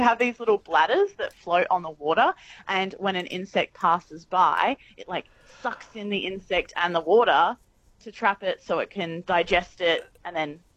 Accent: Bunbury, Western Australia, Australia; I grew up in Bunbury, in kind of between Bunbury and Busselton, and I was surrounded by the most amazing bushland ever.

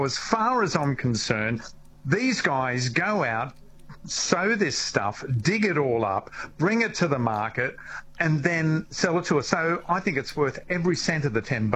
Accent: New South Wales, Australia; moved away as an adult; I came from New South Wales.

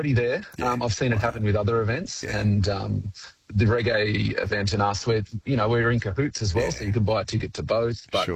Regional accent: Dapto, New South Wales, Australia; also born or lived in Kiama / Wollongong; I was born there. One of the last babies pumped out of that hospital. I've always had really close ties to Kiama. I grew up I lived in Dapto and I went to high school in Wollongong.

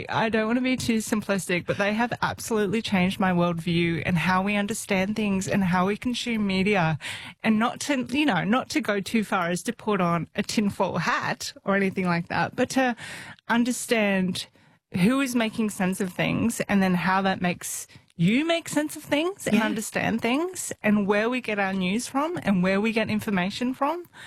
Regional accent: Brisbane, Queensland, Australia; When I was about 15, I grew up in Brisbane, I joined the Queensland Theatre Youth Ensemble

